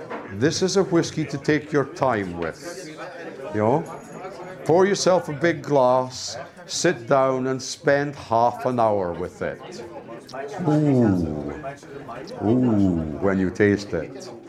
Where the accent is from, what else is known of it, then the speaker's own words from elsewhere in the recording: Scotland, United Kingdom; I'm sorry, I'm not English. Yeah? Calling me English is like calling someone from Nuremberg a buyer.